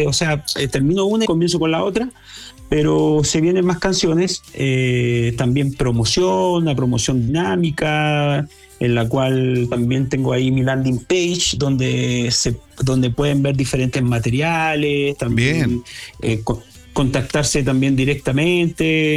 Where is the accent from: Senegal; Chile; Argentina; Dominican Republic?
Chile; primero que todo, para nosotros como chilenos, nos sentimos bien orgullosos